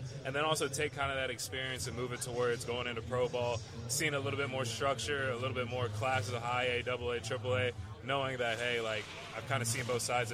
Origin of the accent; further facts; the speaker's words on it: the South, United States; And then just being in the South and growing up in the South, visiting all those schools